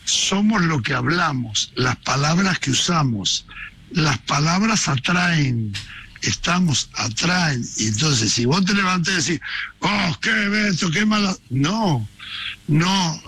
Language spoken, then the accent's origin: Spanish; Mataderos, Buenos Aires, Argentina; born there